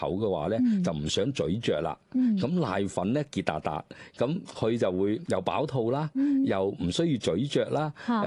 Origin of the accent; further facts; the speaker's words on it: Guangzhou, Guangdong, China; 特別係我廣州比較濕熱